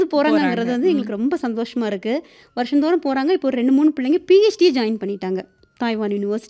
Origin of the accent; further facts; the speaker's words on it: Kanyakumari, Tamil Nadu, India; கன்னியாகுமரி என்னோட சொந்த ஊர்.